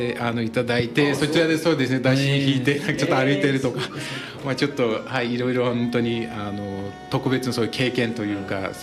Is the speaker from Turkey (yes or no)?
yes; Turkey; Japanese is a second language; now in Japan; 私出身はトルコなんで、うん、はい、でも日本に来たのは2018年になりまして、うん、もう今年大体8年間ぐらいになってて